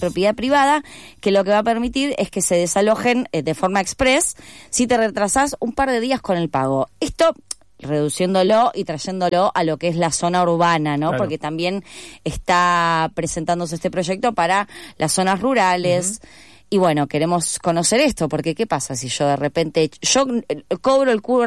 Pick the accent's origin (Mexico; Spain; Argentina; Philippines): Argentina; Buenos Aires; cosas que pasan mientras somos porteños.